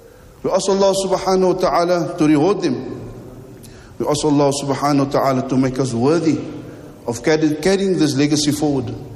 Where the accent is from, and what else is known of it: Egypt; moved away as an adult